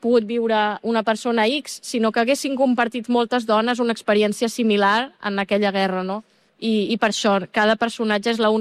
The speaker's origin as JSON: {"language": "Catalan", "region": "Catalonia", "country": "Spain", "lives_now": "Berlin, Germany", "said": "Doncs soc autora catalana, faig còmics i així"}